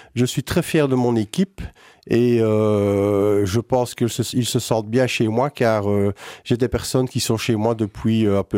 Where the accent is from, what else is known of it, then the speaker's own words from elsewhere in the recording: Serein, France; Moi, j'ai grandi à Serein, tout à fait. Oui. J'ai grandi au-dessus de la boucherie.